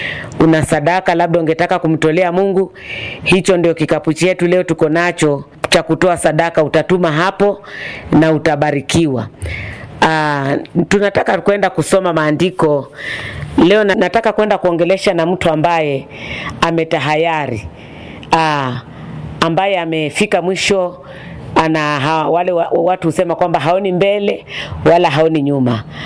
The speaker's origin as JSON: {"language": "Swahili", "town": "Katoloni", "region": "Machakos County", "country": "Kenya", "said": "natoka Machakos County, mahali kunaitwa Katoloni na stage inaitwa 240."}